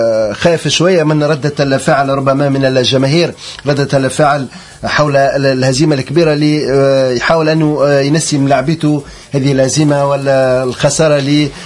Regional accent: Tunisia

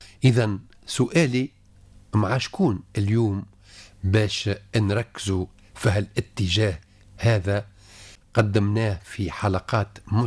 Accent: Tunisia

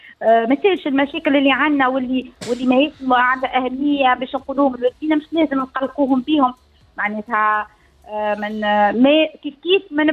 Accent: Tunisia; عندنا في تونس

